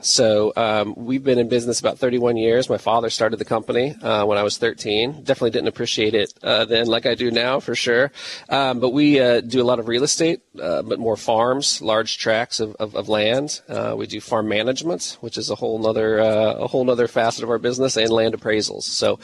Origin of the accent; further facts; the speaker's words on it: Jacksonville, Illinois, United States; moved away as an adult; now in Springfield, United States; Yeah, so I live here in Springfield. My hometown is Jacksonville.